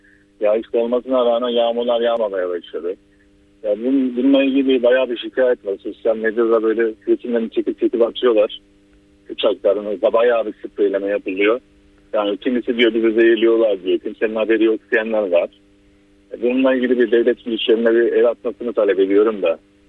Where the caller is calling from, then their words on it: Ankara, Turkey; Ankara'dan arıyorum ben.